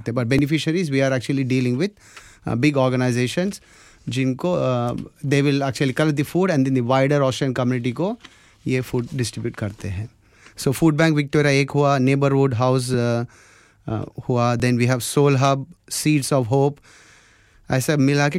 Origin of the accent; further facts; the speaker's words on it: South India, India; Hindi is a second language; Obviously apologies for my Hindi as well, क्योंकि आपको सबको पता है कि मैं साउथ से बिलोंग करता हूँ।